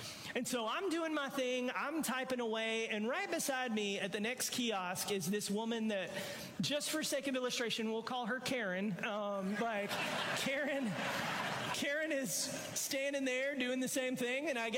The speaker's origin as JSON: {"language": "English", "region": "North Carolina", "country": "United States", "said": "I'm from North Carolina."}